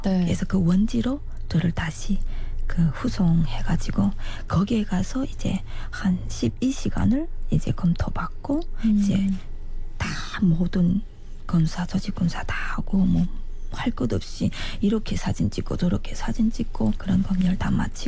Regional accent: North Korea; 그래서 제가 북한 사람이다 이렇게 인정했어요.

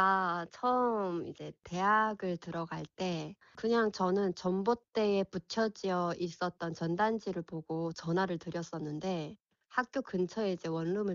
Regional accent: North Korea; accent: North Korean; now in South Korea; 제가 말투나 이런 것들이 다 북한에서 온 말투였었거든요.

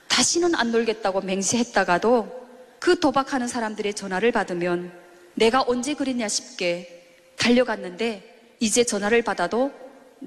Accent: North Korea; moved away; also born or lived in China; 저도 같은 탈북민이고

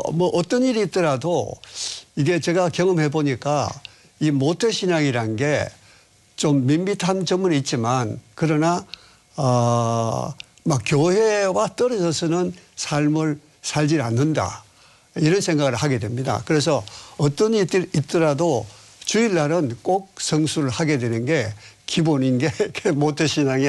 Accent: Daegu, South Korea; moved away as an adult; 대구에서 고등학교까지 졸업하고 대학을 서울로 진학했습니다.

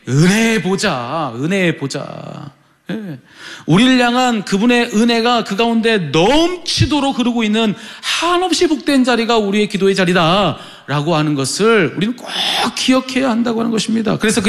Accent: South Korea; 저 한국 사람입니다.

